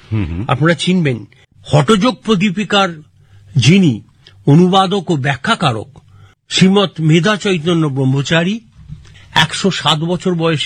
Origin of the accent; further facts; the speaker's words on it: India; আমরা এই ভারতীয়রা